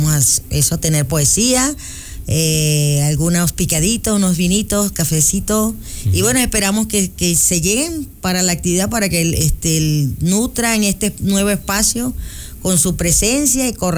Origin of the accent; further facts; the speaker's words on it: Venezuela; moved away as an adult; now in Baños, Ecuador; soy de Venezuela